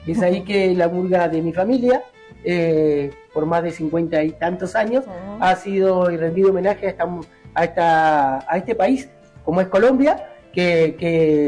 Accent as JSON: {"language": "Spanish", "country": "Argentina", "said": "nosotros somos todos argentinos"}